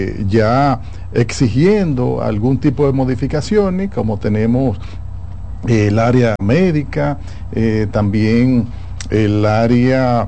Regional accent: Dominican Republic; como dominicanos que somos

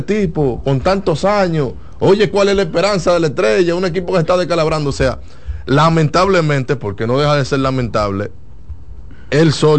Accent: Dominican Republic; porque entonces, lamentablemente, como somos

